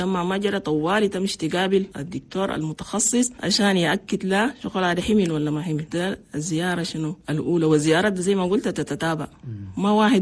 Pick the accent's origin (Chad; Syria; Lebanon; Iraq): Chad; لأن نحن عندنا في تشاد نسبة موت عن الأمهات اللي بموتوا فيه والودة كتير مرة واحد